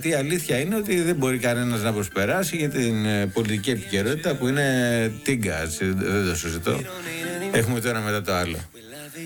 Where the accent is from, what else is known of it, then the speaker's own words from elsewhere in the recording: Kissamos, Crete, Greece; Στην Κίσα μου, αγόρι μου γλυκό, που ξέρεις ότι είναι μια μεγάλη πόλη, ας πούμε, για τα δεδομένα των μικρών χωριών της Κρήτης. Η Κίσα όμως έχει το Καστέλι. Έτσι, έχει εξελιχθεί σε μια αρκετά μεγάλη πόλη. Έχει αρκετές δραστηριότητες, έχει αναπτυχθεί τουριστικά κατακόρυφα